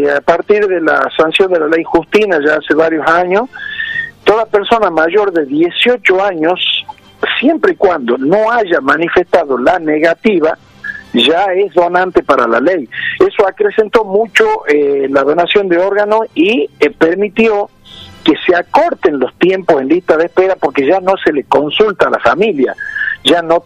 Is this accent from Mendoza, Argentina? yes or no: no; Tucumán, Argentina